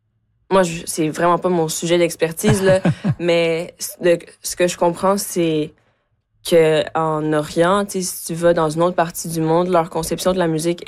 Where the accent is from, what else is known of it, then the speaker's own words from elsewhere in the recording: Quebec, Canada; French is a second language; also born or lived in Mexico; Je suis née au Mexique. Je suis arrivée au Québec à 9 ans. Je parlais pas un mot de français. Je suis allée en classe d'accueil. J'ai fait mon adolescence au Québec.